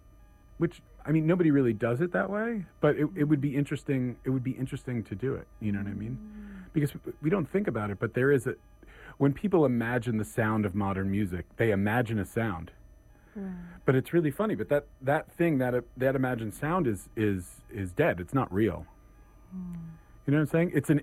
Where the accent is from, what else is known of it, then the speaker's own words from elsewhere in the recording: New York, United States; Feldman being a New Yorker too